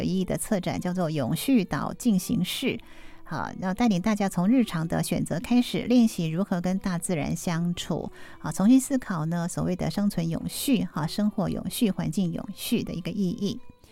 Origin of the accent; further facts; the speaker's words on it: Taitung County, Taiwan; 现在啊我们台东这边的孩子们，或者是呢台东这边的朋友到都会区